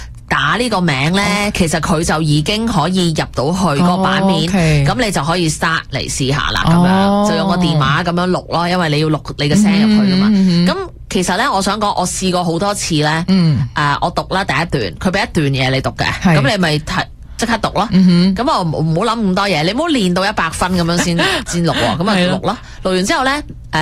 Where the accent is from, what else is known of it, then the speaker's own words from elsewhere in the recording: Hong Kong; accent: Hong Kong-style accent (in English); now in Canada; 我细个喺香港嘅，咁我移民过嚟加拿大，咁我唔属于喺呢度嘅本地出世嘅人嘅英文啦，咁、即係我唔係 100% 嘅 Canadian 嘅英文啦，定係咁，但我应该个英文係偏向香港式嘅口